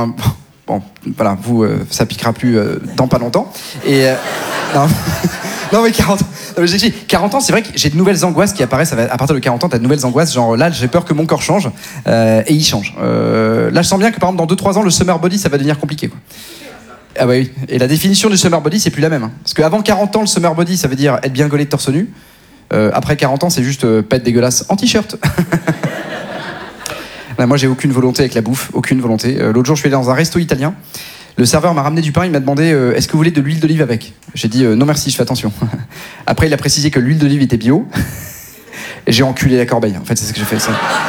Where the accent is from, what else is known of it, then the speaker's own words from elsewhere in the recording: Neuilly, Île-de-France, France; Moi, donc concrètement, donc, je viens de Neuilly, famille nombreuse, mais en plus, j'ai été éduqué dans une éducation catho-tradi.